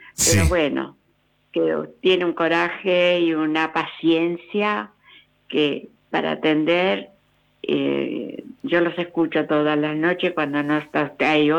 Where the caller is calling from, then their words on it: Buenos Aires, Argentina; de la del barrio de Belgrano.